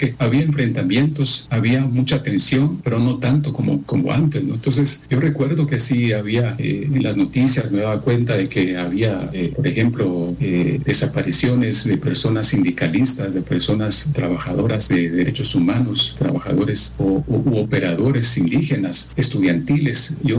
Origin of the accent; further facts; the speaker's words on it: Amatitlán, Guatemala Department, Guatemala; entrar a trabajar a una radio alternativa aquí en mi municipio. Yo soy del municipio de Amatitlán